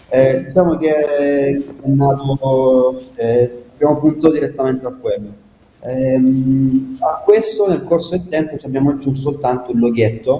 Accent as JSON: {"language": "Italian", "town": "Casarano", "region": "Apulia", "country": "Italy", "tie": "born or raised there", "said": "nonostante sia io e Marco siamo nati e cresciuti a Caserano"}